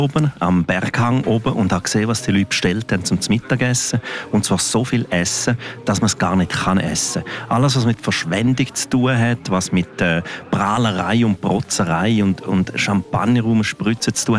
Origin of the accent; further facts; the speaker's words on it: St. Moritz, Graubünden, Switzerland; Ich bin als kleiner Bub im Hotel aufgewachsen